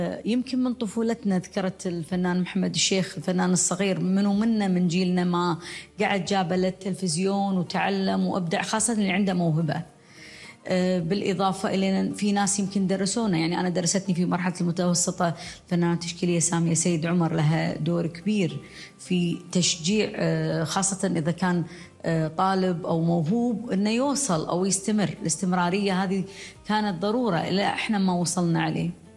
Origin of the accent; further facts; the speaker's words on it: Kuwait; قضيتنا ككويتيين